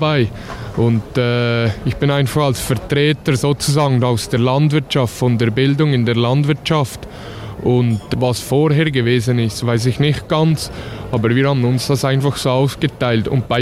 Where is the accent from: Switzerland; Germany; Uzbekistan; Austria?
Switzerland; Und da haben wir das Gefühl, bei uns in der Schweiz leuchtet, also klar, den Generationenwechsel, Generationenwandel haben wir auch, diesen Strukturwandel.